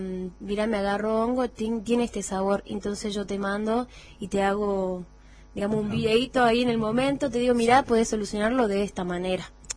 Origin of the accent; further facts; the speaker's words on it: Jujuy, Argentina; yo soy jujeña también acá